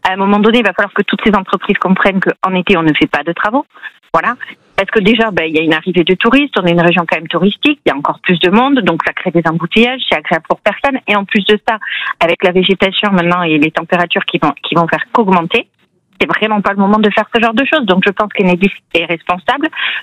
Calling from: Pau, Nouvelle-Aquitaine, France; actuellement, je suis de Pau et actuellement je suis au Pays Basque

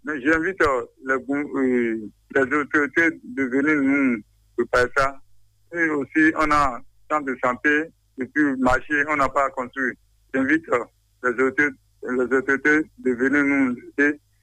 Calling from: Benin; J'appelle de Port-Nouveau, commune d'Adjoua, arrondissement de Marouille, quartier Javier.

